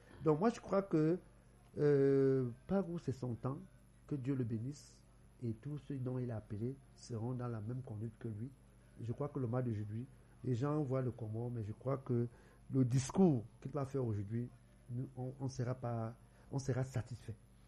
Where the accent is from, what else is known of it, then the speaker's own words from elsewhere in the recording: Cameroon; nous sommes Camerounais.